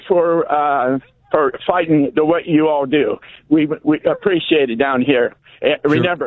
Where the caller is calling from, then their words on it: Spartanburg, South Carolina, United States; My opinion in South Carolina, Spartanburg, is that Supreme Court's not going to rule on anything